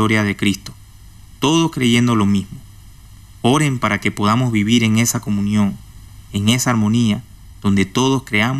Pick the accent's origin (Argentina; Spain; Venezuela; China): China; nosotros que somos creyentes chinos